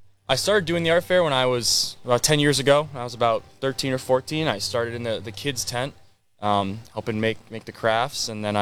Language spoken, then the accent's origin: English; St. Joseph, Michigan, United States; Born and raised in St. Joe and grew up coming to the art fair.